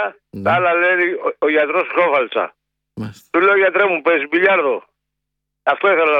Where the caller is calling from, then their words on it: Salamina, Attica, Greece; Σαλαμίνα που είμαι. Είμαι από το Μάρτι εδώ.